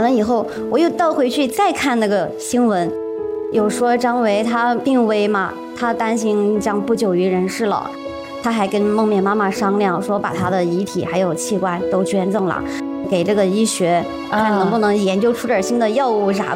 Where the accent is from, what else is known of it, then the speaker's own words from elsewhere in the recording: Guizhou, China; 我说我是贵州的一个小姐姐